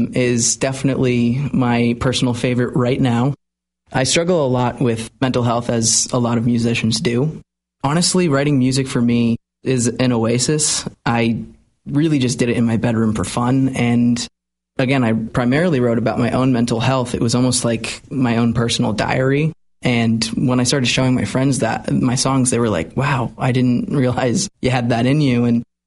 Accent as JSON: {"language": "English", "region": "Rhode Island", "country": "United States", "tie": "born or raised there", "said": "I was born in Rhode Island, born and raised there."}